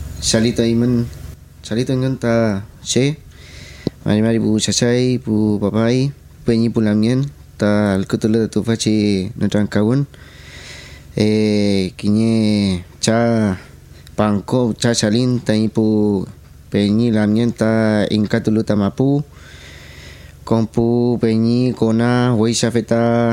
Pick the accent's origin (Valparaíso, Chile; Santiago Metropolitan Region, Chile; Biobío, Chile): Biobío, Chile; Penco; also born or lived in Chiguayante; Yo soy de aquí de Penco, nací en Chiguayante, pero inmediatamente me vine para acá.